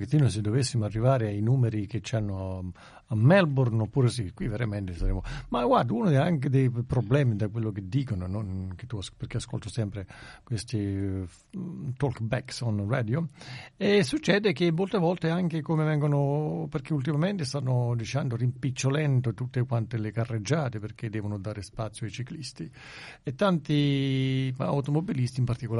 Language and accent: Italian; Benevento, Campania, Italy; come dalle nostre parti, a Benevento